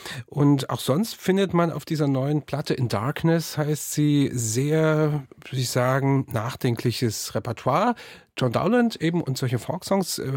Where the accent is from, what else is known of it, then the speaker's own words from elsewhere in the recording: Germany; Ich bin ja in der DDR aufgewachsen.